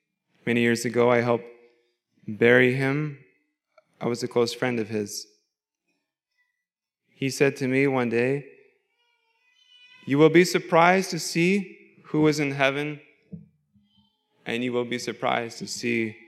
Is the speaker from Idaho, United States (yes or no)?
yes; Post Falls, Idaho, United States; I come from Post Falls, we know that there are families